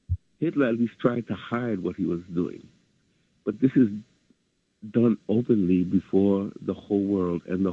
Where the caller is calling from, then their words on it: New York City, New York, United States; I'm calling from up west side.